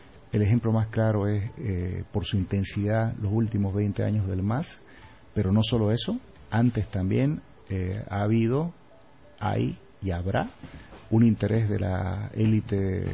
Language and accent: Spanish; Santa Cruz, Bolivia; Nosotros los cruceños